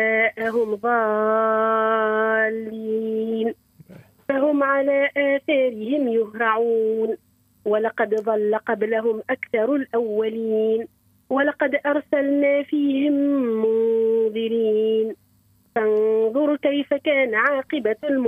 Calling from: Tunisia

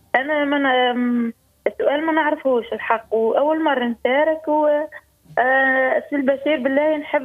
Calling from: Ariana, Ariana Governorate, Tunisia; من ريانة.

